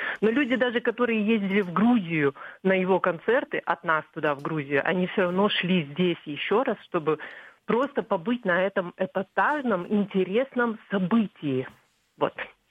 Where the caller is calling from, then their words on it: Almaty, Kazakhstan; Я звоню вам с Алматы